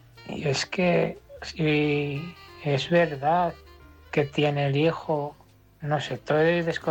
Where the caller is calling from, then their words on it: Asturias, Spain; desde Asturias.